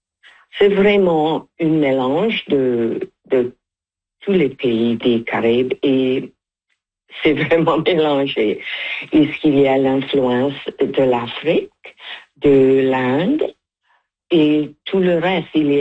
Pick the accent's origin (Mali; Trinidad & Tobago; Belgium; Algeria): Trinidad & Tobago; now in Manitoba, Canada; de Trinidad et Tobago.